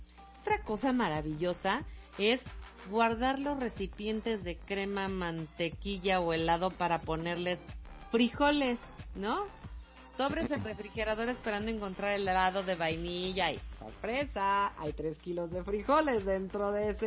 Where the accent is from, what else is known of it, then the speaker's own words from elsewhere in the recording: Mexico; Nosotros que somos mexicanos, queridos.